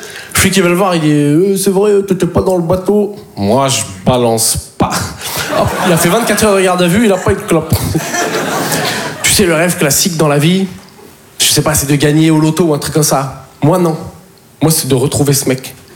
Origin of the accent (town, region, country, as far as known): Poitiers, Nouvelle-Aquitaine, France